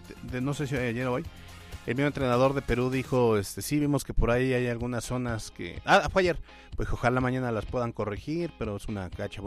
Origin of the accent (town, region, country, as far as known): Puebla, Mexico